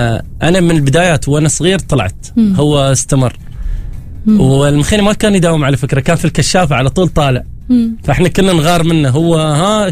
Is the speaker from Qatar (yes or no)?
yes; Qatar; also born or lived in Oman; انا الوحيد اللي كنت مواليد عمان. يعني انا ولدت في عمان، من بعد ما انولدت في عمان عشت فيها فتره بسيطه، انتقلت مع الوالد، والد كان يشتغل في الخليج، ففتره من فترات هو راح قطر ورحت معاه